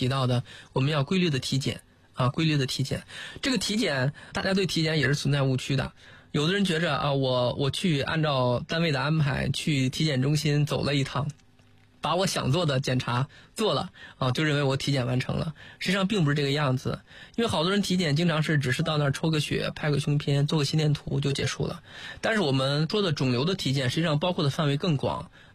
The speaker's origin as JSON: {"language": "Chinese", "country": "China", "said": "我们中国人"}